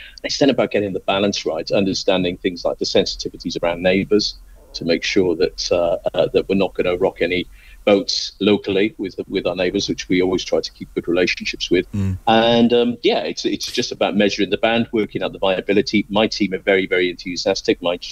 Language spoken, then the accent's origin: English; Cardiff, Wales, United Kingdom; from Cardiff, my hometown. I'm a sort of sad Welshman